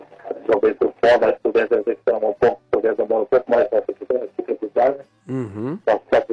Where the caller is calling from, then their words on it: Atibaia, São Paulo, Brazil; Eu sou de Atibaia.